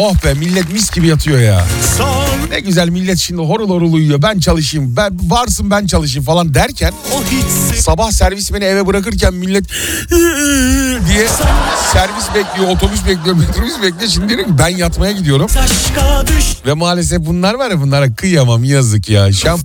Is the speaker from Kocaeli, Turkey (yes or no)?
no; Istanbul, Turkey; also born or lived in Bakırköy, Istanbul; ben Bakırköy'de doğdum büyüdüm, Bahçelievler'de doğdum büyüdüm. Ön tarafımız açıktı ama arka taraftaki bina ile aramızda 5 metre yoktur.